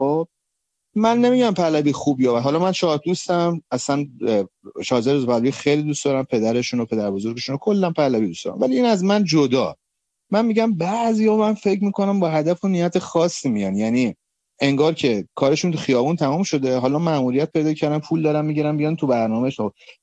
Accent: Karaj, Alborz, Iran; moved away; من بچه کرجم

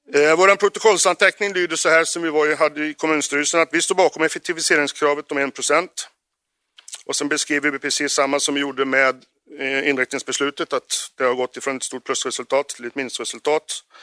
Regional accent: Arentorp, Västra Götaland County, Sweden

